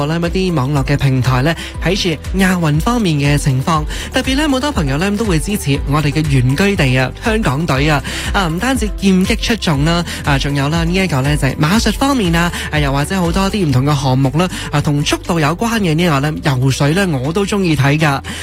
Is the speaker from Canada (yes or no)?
yes; Canada